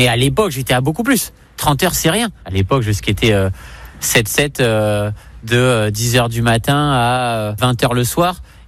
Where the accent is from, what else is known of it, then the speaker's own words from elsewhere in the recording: Bordeaux, Nouvelle-Aquitaine, France; skateur professionnel. Je suis girondin, je suis né à Bordeaux, j'ai 33 ans et ma passion c'est le skateboard.